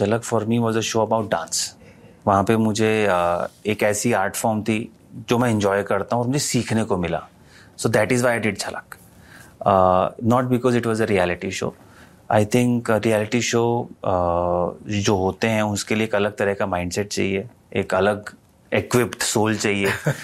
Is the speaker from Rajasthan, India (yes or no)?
yes; Rajasthan, India; moved away; क्योंकि मैं वहाँ से हूँ. तो वो मेरे लिए बहुत आसान था क्योंकि मैंने वो जीवन बहुत करीब से देखा है, जिया है, मैं पला बड़ा हूँ वहाँ पे.